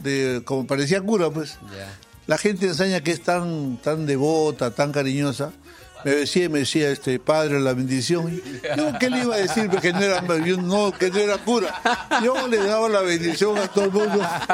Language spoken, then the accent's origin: Spanish; Lima, Peru; born there; moved away as an adult; also born or lived in Jayanca; Yo nací en Lima.